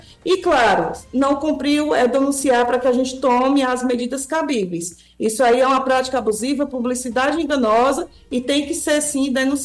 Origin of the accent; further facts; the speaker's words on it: Brazil; Nós, como brasileiros, né, sabe? Primeiro, desejar boa sorte ao nosso país.